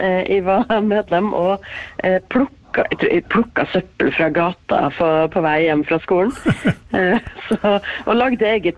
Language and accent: Norwegian; Molde, Møre og Romsdal, Norway; Jeg har vokst opp på Kringsjå i Molde, og der kan man ta på ski og gå rett ut i marka, liksom fra egen garasje.